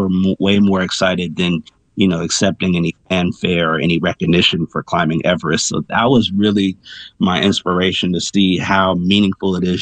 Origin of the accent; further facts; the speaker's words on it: Oakland, California, United States; And I was shocked being from Oakland. I know the streets very intimately.